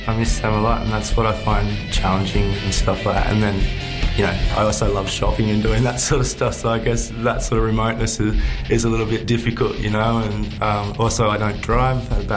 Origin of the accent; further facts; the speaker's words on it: Moree, New South Wales, Australia; now in Tennant Creek, Australia; It's really similar to where I grew up in Moree. It's a small town, it's you know, dry, like Tennant Creek.